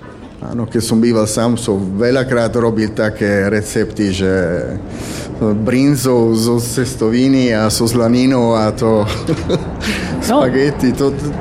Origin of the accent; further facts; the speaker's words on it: Trieste, Friuli-Venezia Giulia, Italy; Slovak is a second language; now in Slovakia; S tým, že z Trieste, my to máme s kultúrou, boli sme z Rakúsko-Uhorskou do 1918, takže máme veľa spolu aj tu, takže cítim sa tu ak doma na viacerých veci.